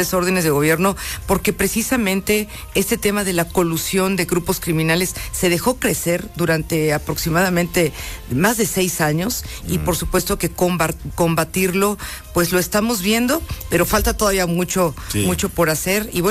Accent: Teziutlán, Puebla, Mexico; Y mira que yo soy de Teciutlán, soy teciuteca

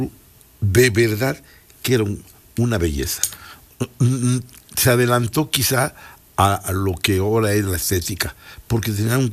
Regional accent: Puebla, Mexico; ya sabes cómo somos los poblanos, únicos, de verdad, sabrosísimos

